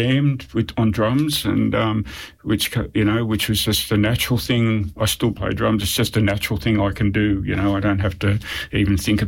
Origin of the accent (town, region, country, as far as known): Grafton, New South Wales, Australia; born there; also born or lived in Sydney